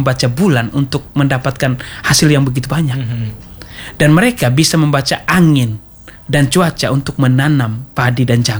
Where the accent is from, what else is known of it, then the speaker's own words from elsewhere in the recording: East Nusa Tenggara, Indonesia; kalau di desa saya, desa Walomotong, Kampung Natargut, itu kita punya banyak menhir.